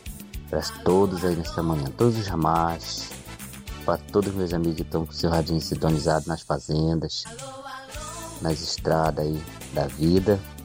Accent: Poção, Brazil; moved away; Na minha terra natal também, recebo meu abraço, meu querido Poção.

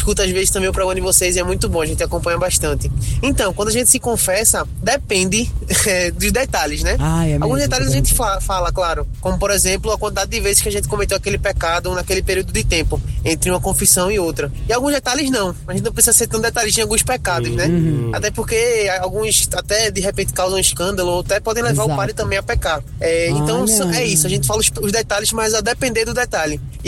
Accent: Recife, Pernambuco, Brazil; sou aqui de Recife.

